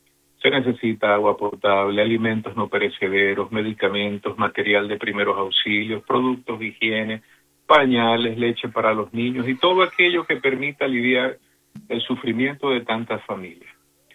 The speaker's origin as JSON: {"language": "Spanish", "country": "Venezuela", "said": "porque no estoy hablando solamente como venezolano, como hijo de Venezuela, como esposo, como padre"}